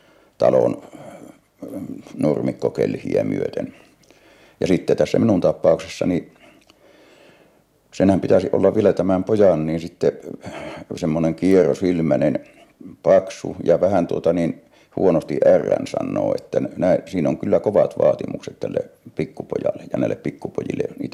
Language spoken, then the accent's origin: Finnish; North Ostrobothnia, Finland; born there